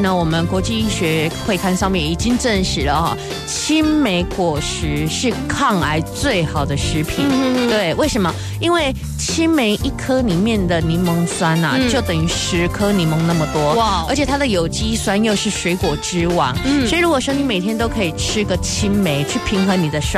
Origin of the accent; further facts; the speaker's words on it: Taiwan; 其实我们台湾人最害怕的是什么？是大肠癌。